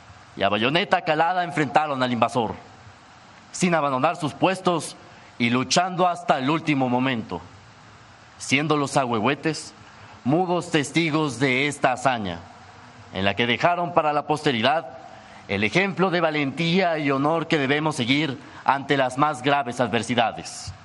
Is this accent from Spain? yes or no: no; Mexico; como mexicanos y como hijos del heroico Colegio Militar